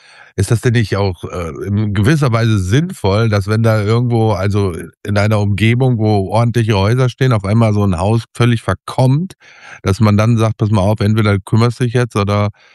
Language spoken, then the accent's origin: German; Hagen, North Rhine-Westphalia, Germany; Also ich kenne das aus meiner Heimatstadt Hagen.